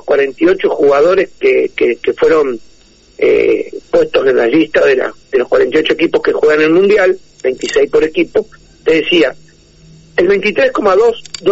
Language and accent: Spanish; Uruguay; como diríamos uruguayos, una cosa es una cosa y otra cosa es otra cosa.